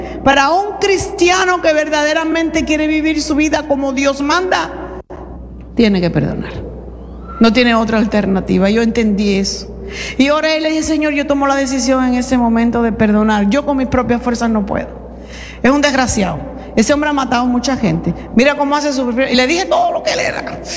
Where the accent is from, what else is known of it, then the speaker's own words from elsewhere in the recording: Cuba; Yo soy cubana, mi familia era atea, no conocí al Señor, crecí como atea. Después fui santera, espiritista.